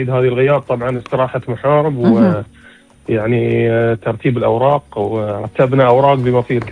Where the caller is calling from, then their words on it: Bahrain; ما في أكثر رقي من بلدي البحرين.